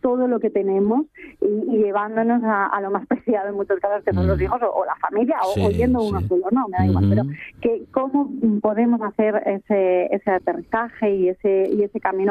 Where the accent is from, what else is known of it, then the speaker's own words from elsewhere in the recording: Asturias, Spain; somos una tierra acogedora, somos una tierra que no olvida el pasado emigrante